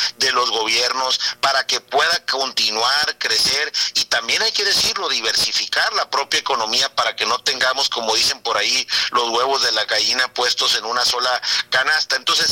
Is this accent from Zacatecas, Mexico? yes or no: no; Guaymas, Sonora, Mexico; gracias por hacer énfasis también de que pues soy oriundo de Guaymas, como bien lo comentas.